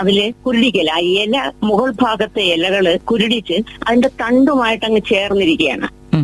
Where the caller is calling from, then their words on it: Ulloor, Kerala, India; ഉള്ളൂരിൽ നിന്നാണ് സംസാരിക്കുന്നത്.